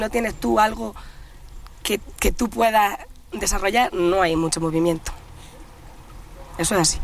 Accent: Burunchel, Andalusia, Spain; Somos de esa zonilla.

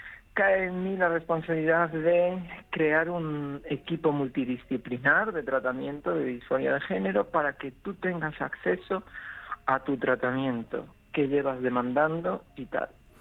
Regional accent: A Coruña, Galicia, Spain; Yo soy gallega, yo soy de aquí, me he criado en Coruña y aquí me quiero quedar.

